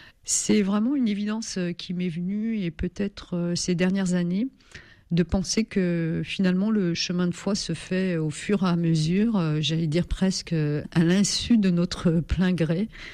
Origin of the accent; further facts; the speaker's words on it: Pays de la Loire, France; also born or lived in Cholet; Eh oui, donc moi je suis originaire de la Vendée, donc l'ouest de la France. Alors je suis née, pas en Vendée, je suis Choletaise, parce que je suis née à Cholet.